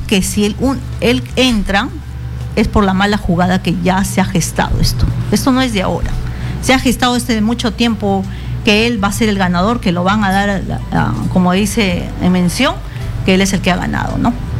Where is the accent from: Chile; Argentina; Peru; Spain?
Peru